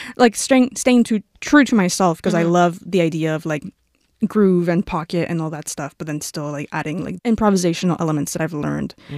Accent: Honduras; growing up, I moved a lot from different places, and then of course, like I'm from Honduras

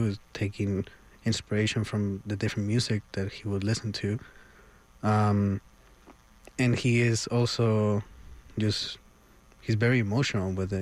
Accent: Peru; Like, when I think back of what I would consider a ballad growing up in Peru, it sounds a little different, just enough that it's mine and, like, my heritage.

